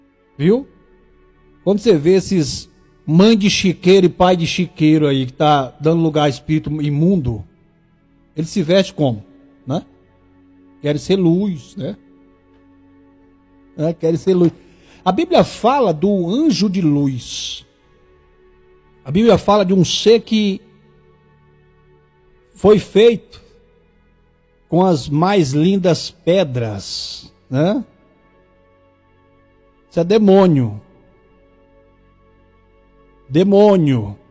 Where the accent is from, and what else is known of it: Tocantins, Brazil